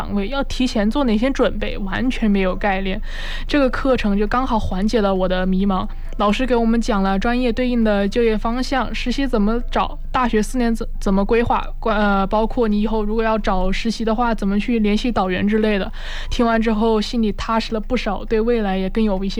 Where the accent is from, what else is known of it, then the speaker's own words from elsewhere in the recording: Hubei, China; moved away as an adult; now in Guangxi, China; 然后我是湖北的嘛